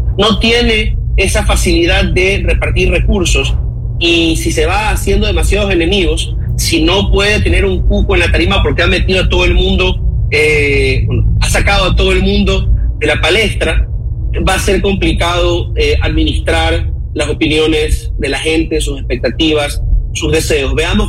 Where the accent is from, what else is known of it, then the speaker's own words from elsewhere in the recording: Guayaquil, Guayas, Ecuador; Me preocupa como guayaquileño